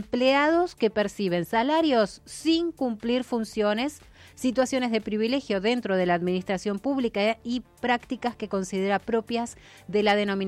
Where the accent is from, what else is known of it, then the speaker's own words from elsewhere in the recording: Allen, Río Negro, Argentina; Buenos días, soy de Allen esperando el partido. … viva la patria. ¡Vamos, Argentina!